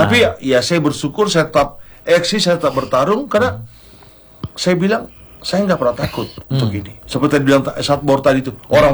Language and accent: Indonesian; Southeast Sulawesi, Indonesia; accent: Tolaki; now in Jakarta, Indonesia; saya punya dialek itu, dialek Tolaki asli.